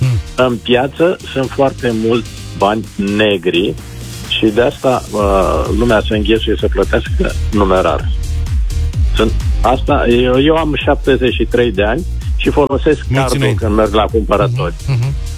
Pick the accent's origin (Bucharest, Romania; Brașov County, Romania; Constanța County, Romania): Constanța County, Romania; Constanța; sunt din Constanța.